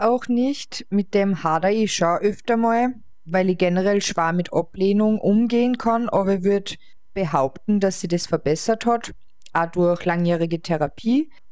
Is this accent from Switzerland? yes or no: no; Austria